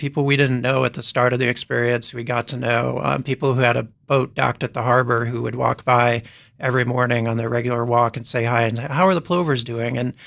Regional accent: Great Lakes, United States; Well, I think just growing up around the Great Lakes, like even seeing a piping plover once a year, you'd be excited.

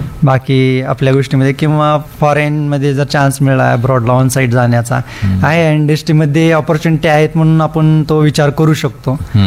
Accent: Dharashiv, Maharashtra, India; आता मी उस्मानाबादचाच आहे ना, कधी कधी रिलेटिव्ह आहेत

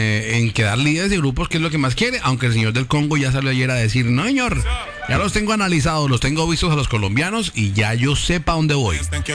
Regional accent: Colombia; No, pues claro, pues yo soy colombiano.

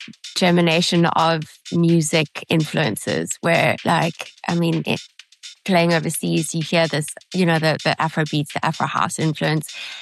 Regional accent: South Africa; being South African, I'm super proud.

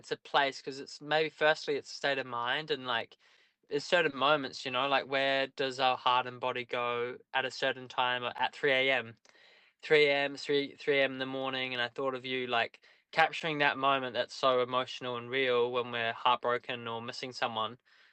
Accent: New Zealand; also born or lived in Australia; Well, it's interesting growing up in New Zealand and Australia. It was all barefoot and exploring mountains and hiking and the coast

